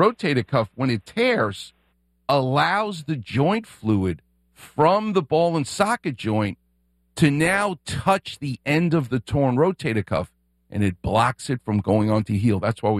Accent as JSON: {"language": "English", "town": "Queens", "region": "New York", "country": "United States", "said": "I'm from Queens."}